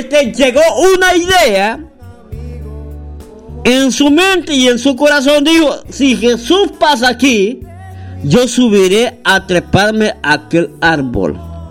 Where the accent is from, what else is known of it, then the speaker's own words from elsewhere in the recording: El Salvador; como los salvadoreños decimos